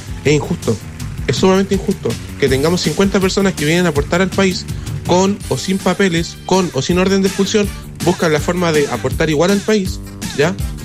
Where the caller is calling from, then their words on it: Chile; de 10 chilenos, porque yo soy chileno.